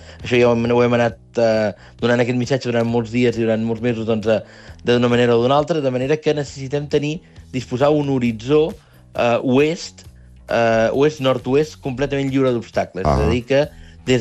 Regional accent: Barcelona, Catalonia, Spain; moved away as an adult; now in Àger, Spain; jo sóc del barri de Gràcia de Barcelona

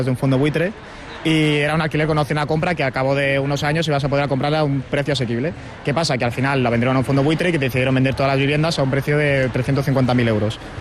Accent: Madrid, Community of Madrid, Spain; yo nací en Madrid, yo soy de Madrid toda la vida, y vivíamos en Moratalaz

